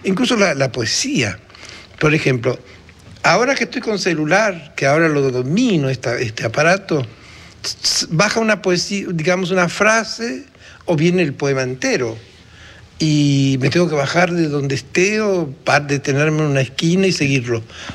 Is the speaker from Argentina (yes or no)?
yes; Ingeniero Jacobacci, Río Negro, Argentina; also born or lived in San Antonio Oeste; Yo nací en San Antonio, en Las Grutas, pero mi padre se mudó a Jacobacci, mi familia. Y allí nevaba, y yo escribía y dibujaba